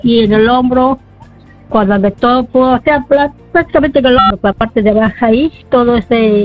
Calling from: Ventanilla, Callao, Peru; De Ventanilla.

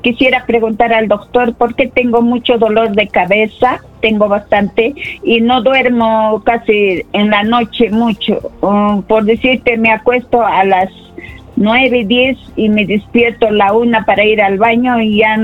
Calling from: Arequipa, Peru; De Arequipa.

